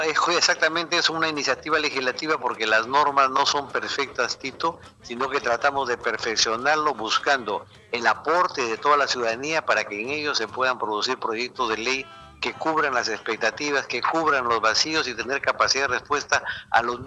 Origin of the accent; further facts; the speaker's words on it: Lambayeque, Peru; somos representantes de los chiclayanos, de todos los chiclayanos